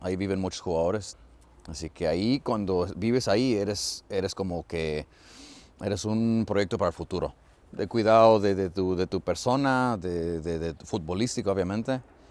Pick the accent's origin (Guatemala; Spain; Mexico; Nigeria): Mexico; now in Germany; yo como mexicano amo el fútbol.